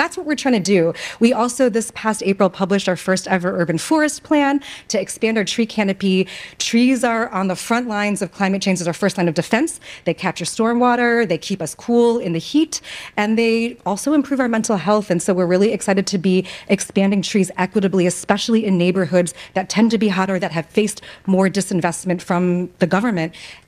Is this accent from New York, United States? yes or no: yes; New York, United States; No, I was just kind of curious as a New Yorker, you know?